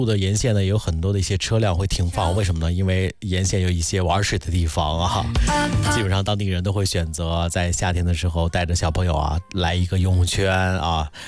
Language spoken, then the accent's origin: Chinese; Wu'an, Hebei, China; 也带大家去邯郸武安去转转啊，这也是我的老家